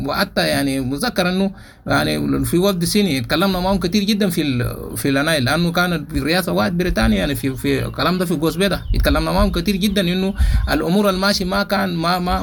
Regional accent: Sudan; برغم انه احنا سودانيين وعارفين انه كويس

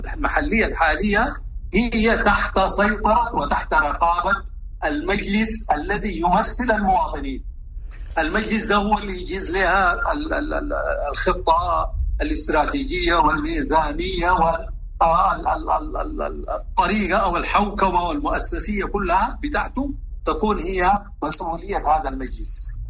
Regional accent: Sudan; نحن عندنا في السودان

